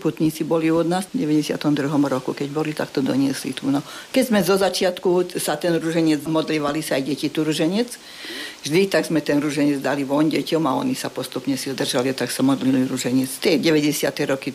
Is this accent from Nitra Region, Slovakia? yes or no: yes; Rajčany, Nitra Region, Slovakia; moved away; keď som sa vrátila sem bývať do Rajčian, v roku 95.